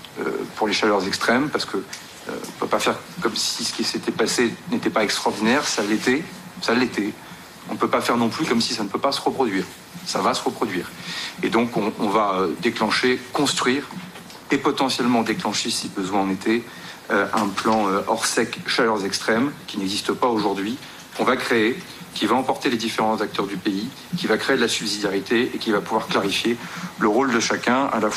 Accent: Normandy, France; comme on dit chez moi en Normandie, il y a les diseux, il y a les feuseux.

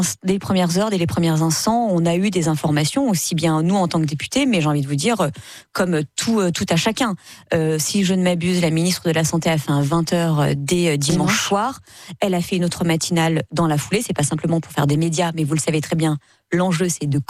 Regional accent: France; en tant que Français

